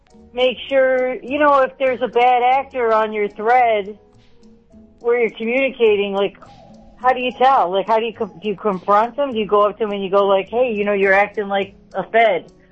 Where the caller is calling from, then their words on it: Oregon, United States; I'm calling from Oregon.